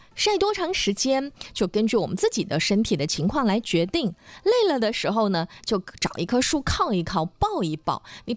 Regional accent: Dalian, Liaoning, China; 他一看就是我们那个老大连人哈，就是大连话说的特别的正宗。

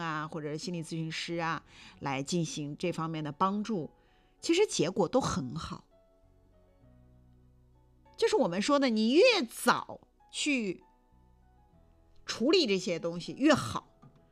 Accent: China

